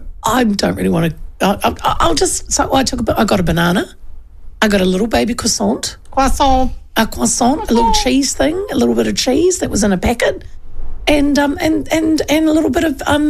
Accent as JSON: {"language": "English", "town": "Hastings", "region": "Hawke's Bay", "country": "New Zealand", "tie": "born or raised there", "moved": "yes", "said": "I grew up in Hastings where we had earthquakes all the time"}